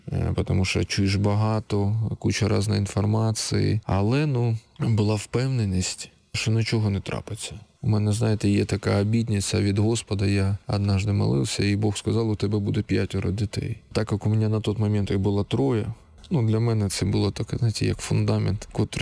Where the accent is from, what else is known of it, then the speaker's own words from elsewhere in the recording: Berdiansk, Zaporizhzhia Oblast, Ukraine; ми з Бердянська, ми вже як місяць в окупації.